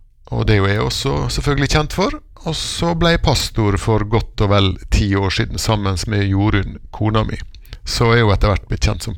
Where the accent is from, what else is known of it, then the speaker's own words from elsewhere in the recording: Ålesund, Møre og Romsdal, Norway; also born or lived in Godøya; now in Spjelkavik, Norway; jeg jo en oppvokst steinvoksgutt opprinnelig, men jeg har bodd mye på Godøya, og ble frelst som ungdom på Godøya, men ble med I pinsbevegelsen, for der gikk mor mi. Jeg ble frelst på Godøya som 17-åring I 81